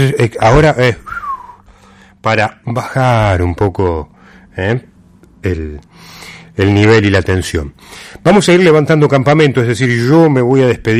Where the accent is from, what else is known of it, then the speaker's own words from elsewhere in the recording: Argentina; somos argentinos